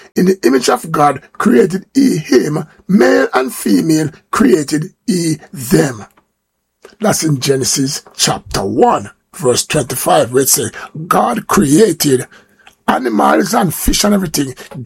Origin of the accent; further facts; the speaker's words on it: Jamaica; I'm a Jamaican.